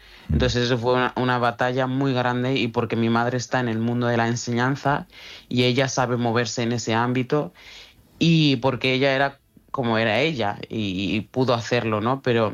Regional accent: Bamako, Mali; Spanish is a second language; now in Galicia, Spain; No, de momento no, nada. La verdad, o sea, es que Galicia es totalmente diferente a Bamako.

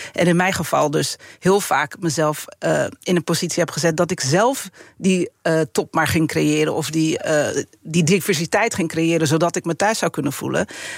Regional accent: Haarlem, North Holland, Netherlands; ik kom uit Haarlem, ik ben getrouwd met Sabine en wij hebben twee tienerdochters.

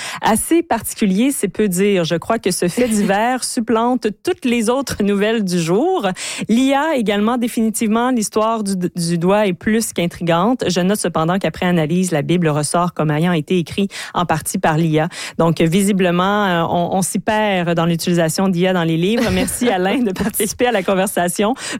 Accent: Quebec, Canada; s'il y a une région qui est populaire au Québec pour pratiquer ce sport, eh bien oui, c'est chez nous, en Haute-Mauricie

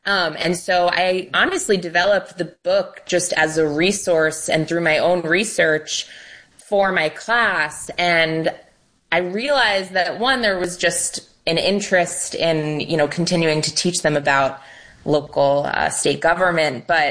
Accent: New York, United States; I grew up in New York and I barely knew who represented me.

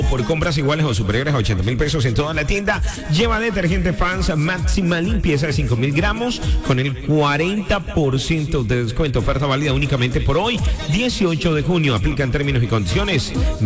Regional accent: Colombia; Yo soy de Colombia, el país de la belleza.

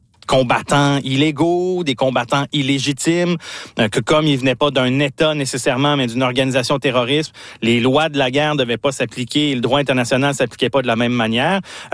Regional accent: Sainte-Foy, Quebec, Canada; J'étais à l'école, j'étais à De Rochebelle, dans Sainte-Foy, à peine en classe, quand on a fini par apprendre ce qui se passait.

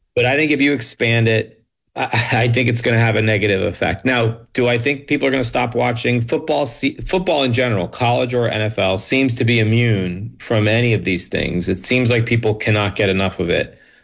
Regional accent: Rhode Island, United States; even a kid growing up in Rhode Island and in the Northeast, I mean, we had Providence College

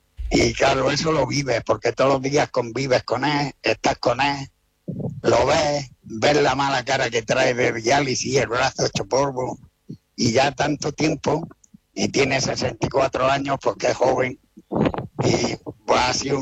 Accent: Andalusia, Spain; O sea que somos los andaluces, somos los número uno del mundo en donaciones.

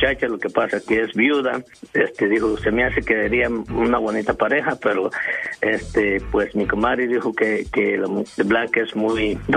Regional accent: Ciudad Altamirano, Guerrero, Mexico; No, yo soy de Guerrero.

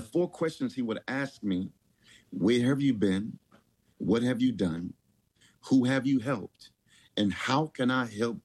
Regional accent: Philadelphia, Pennsylvania, United States; right here in my hometown, because you know this is where I began in Philadelphia.

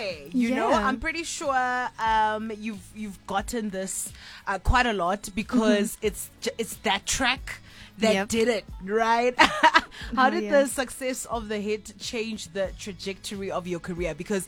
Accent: Kimberley, Northern Cape, South Africa; I'm a Kimberley girl.

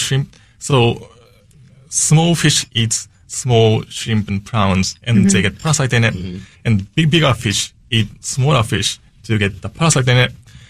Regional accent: Japan; moved away as an adult; now in Washington, D.C., United States; I'm from Japan, and, you know, home sushi was super casual.

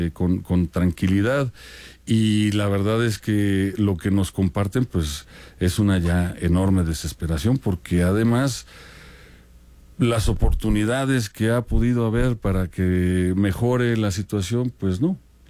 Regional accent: State of Mexico, Mexico; also born or lived in Culiacán, Sinaloa; mis hermanos, yo ya somos mexiquenses, ya crecimos acá.

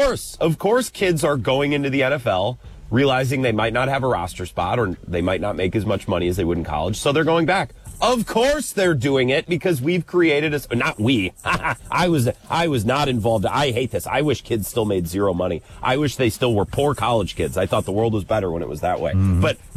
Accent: United States; Hey, I'm from Dunn County.

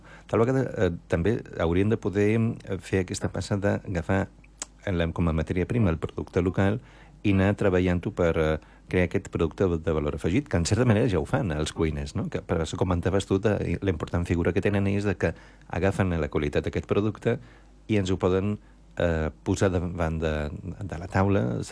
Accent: Menorca, Balearic Islands, Spain; com a menorquins i menorquines

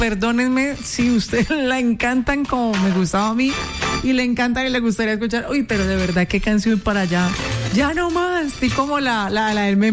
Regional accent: Cali, Valle del Cauca, Colombia; Hágale pues … obvio, el que lo representa a nosotros como caleños.

